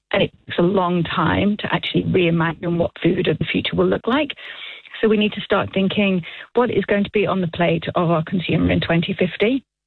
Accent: Manchester, North West England, United Kingdom; now in Palmerston North, New Zealand; I am from Manchester.

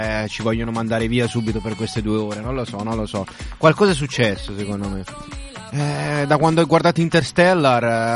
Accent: Naples, Campania, Italy; sono napoletano.

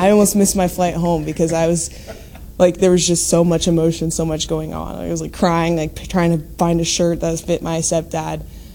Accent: Lincoln, Nebraska, United States; born there; also born or lived in Plattsmouth, Nebraska; I grew up in Lincoln and then moved to, it's actually called Plattsmouth, but no one knows what Plattsmouth is, so I just say Omaha.

